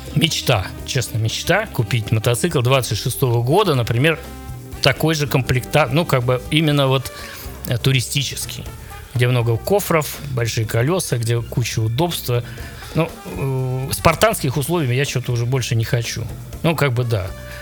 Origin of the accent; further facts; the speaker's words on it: Saint Petersburg, Russia; Во-первых, я ленинградец, да. Я очень люблю наш город.